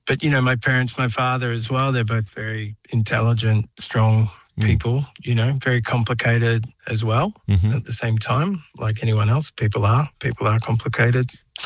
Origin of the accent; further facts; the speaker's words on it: Melbourne, Victoria, Australia; also born or lived in Central Australia; So we were in Central Australia when, you know, I was born in Melbourne, but lived in Central Australia when dad went up there to the legal service.